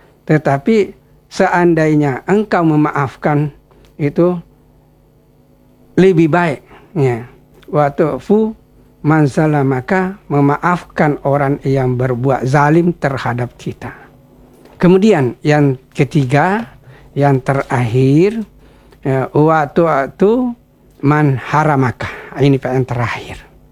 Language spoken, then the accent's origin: Indonesian; South Sulawesi, Indonesia; Kira-kira kita kalau kita orang Makassar atau orang Bugis, memaafkan orang yang berbuat zalim kepada kita tidak segampang itu ya, memaafkan orang.